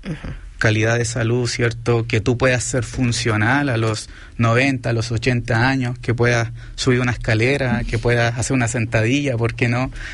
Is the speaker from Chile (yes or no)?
yes; Valdivia, Los Ríos, Chile; soy del sur, soy de Valdivia